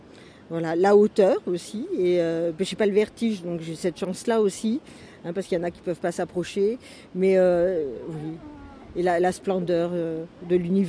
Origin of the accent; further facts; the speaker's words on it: Le Mans, Pays de la Loire, France; born there; now in Draguignan, France; quand j'étais enfant, j'habitais au Mans